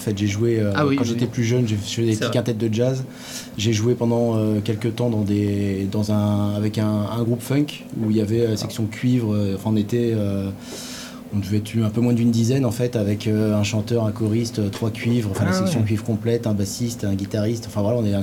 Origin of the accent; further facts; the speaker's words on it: Saint-Martin-Longueau, Hauts-de-France, France; je suis le batteur, et je viens de Saint-Martin-Longo.